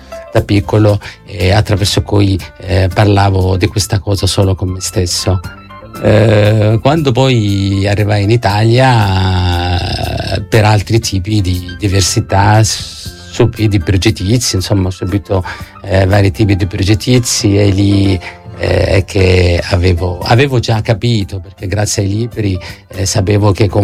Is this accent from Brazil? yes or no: no; Amman, Amman Governorate, Jordan; Italian is a second language; moved away as an adult; also born or lived in Perugia, Italy; io ho vissuto ad Amman in Giordania